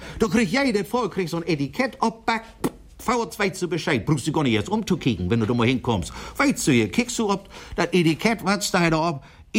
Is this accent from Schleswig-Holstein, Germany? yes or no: yes; Marne, Schleswig-Holstein, Germany; Wo kommen Sie her? Ich sage, ich komme aus Marne. Dithmarschen.